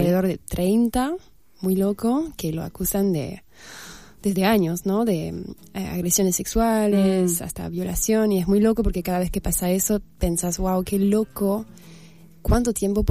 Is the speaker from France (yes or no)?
yes; France; moved away; yo preparándome para volverme a mi tierra, a Francia, por unos meses.